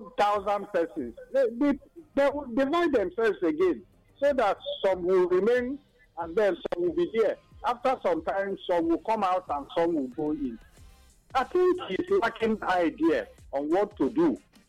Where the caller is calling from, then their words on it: Nigeria; I'm calling from Afikbo. Alpha Niger.